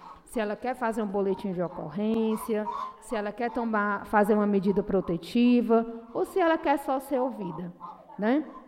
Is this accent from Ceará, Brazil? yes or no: yes; Tamboril, Ceará, Brazil; now in Crateús, Brazil; eu sou de Tamboril e estou em Crateús, né? Sou uma mulher parda, de comunidade também, né?